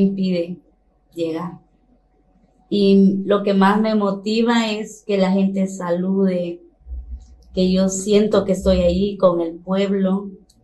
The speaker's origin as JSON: {"language": "Spanish", "town": "Tepetitán", "country": "Mexico", "tie": "born or raised there", "said": "nací en Tepetitán, todo el tiempo he vivido ahí"}